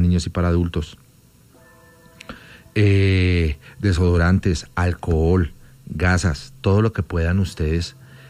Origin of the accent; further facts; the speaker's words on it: Colombia; aquí somos colombianos y eso es lo más importante en este momento.